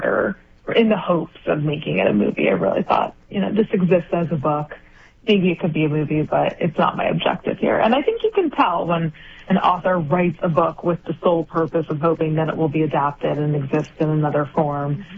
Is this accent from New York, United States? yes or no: no; Connecticut, United States; moved away as an adult; now in California, United States; I'm actually from Connecticut, but I moved out in 2005, so I've been here a very long time now.